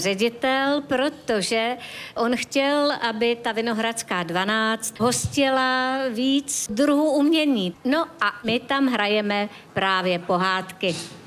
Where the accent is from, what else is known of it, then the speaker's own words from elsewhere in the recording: Česká Skalice, Hradec Králové Region, Czechia; já jsem vyrůstala nedaleko odsud v České Skalici u své prababičky